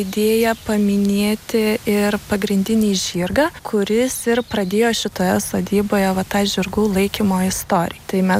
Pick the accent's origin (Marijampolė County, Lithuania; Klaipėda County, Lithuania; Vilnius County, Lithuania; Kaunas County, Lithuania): Kaunas County, Lithuania; Garliava; moved away as an adult; now in Prienai district, Lithuania; buvo toks tarpsnis, kai mes iš Garliavos kraustėmės ir mama atsikraustė čia į Prienų rajoną, o aš, kadangi buvau studentė, išsikrausčiau į Kauną.